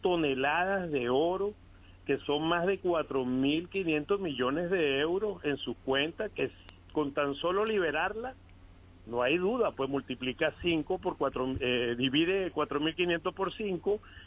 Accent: Venezuela

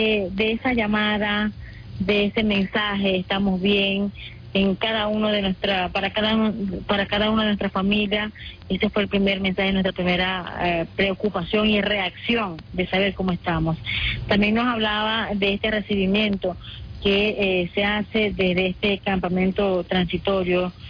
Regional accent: Venezuela

